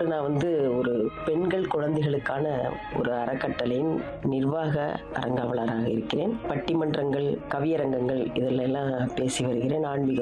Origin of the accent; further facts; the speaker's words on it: Tamil Nadu, India; born there; வெள்ளலூர் நாடு என்று இருக்கக்கூடிய கிராமிய கட்டமைப்புள்ள அந்த பகுதியில் கட்டச்சொல்லப்பட்டிங்கிற கிராமத்தில் பிறந்தேன்.